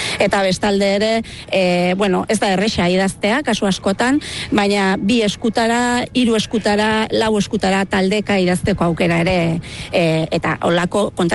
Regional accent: San Sebastián, Basque Country, Spain; Grosekoa naiz

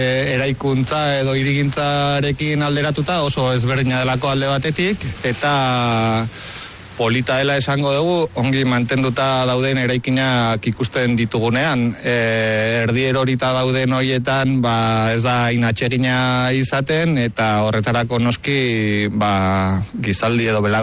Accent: Hondarribia, Basque Country, Spain

